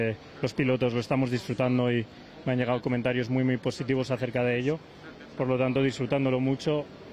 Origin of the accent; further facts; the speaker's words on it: Spain; Un orgullo como español ver que Madrid, España, es capaz de poner un evento de este calibre